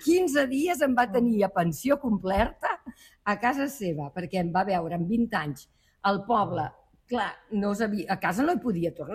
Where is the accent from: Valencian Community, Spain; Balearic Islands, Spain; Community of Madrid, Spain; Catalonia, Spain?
Catalonia, Spain; Vinyols i els Arcs; born there; vaig néixer a Vinyols i els Arcs, que és al Baix Camp, a prop de Cambrils, Reus, i em van portar a Tàrrega